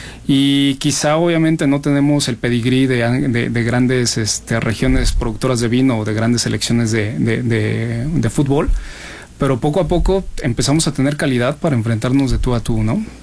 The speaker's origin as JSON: {"language": "Spanish", "country": "Mexico", "said": "somos mexicanos"}